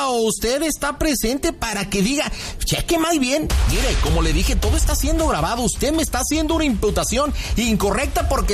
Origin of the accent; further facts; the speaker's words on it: Nuevo León, Mexico; Criticando porque soy una persona nacida en Nuevo León. Soy regia, soy fuerte, soy contundente.